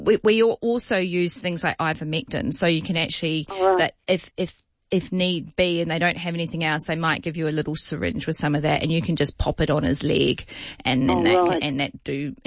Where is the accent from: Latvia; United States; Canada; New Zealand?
New Zealand; I grew up in New Zealand and we used to go to the park across the road and they had masses of aviaries